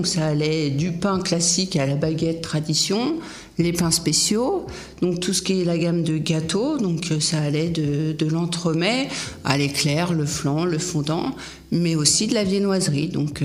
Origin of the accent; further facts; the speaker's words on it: France; also born or lived in Paris; now in Saint-Mards-en-Othe, France; je suis née sur Paris, dans le 15e. Et après, j'ai grandi à la campagne, un petit village entre Paris et Rouen, une centaine de kilomètres, dans un petit village de 600 habitants.